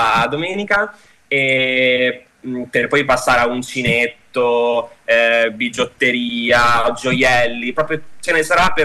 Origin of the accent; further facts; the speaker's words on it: Lugo, Emilia-Romagna, Italy; moved away as an adult; now in Rimini, Italy; Io non sono originario di Rimini, sono di provincia di Ravenna, di Lugo, e là nella zona, forse perché è la mia zona